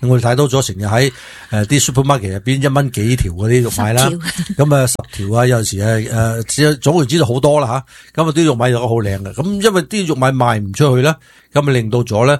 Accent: California, United States; 其实系老点我哋加州人㗎

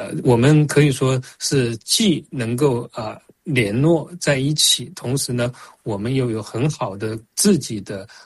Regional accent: China; 我们中国人

